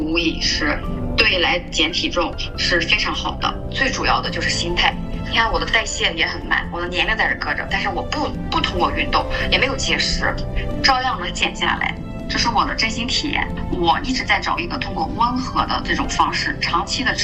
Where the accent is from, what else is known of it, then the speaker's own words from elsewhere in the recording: Shandong, China; 因为我是山东人